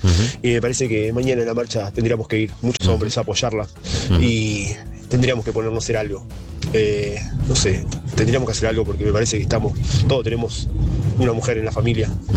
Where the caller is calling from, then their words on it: Argentina; de Las Ferreres.